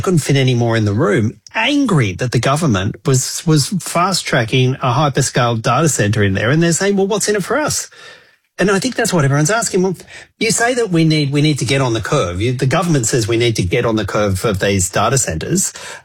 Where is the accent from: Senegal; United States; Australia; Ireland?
Australia; New South Wales; you know, my home state of New South Wales in Sydney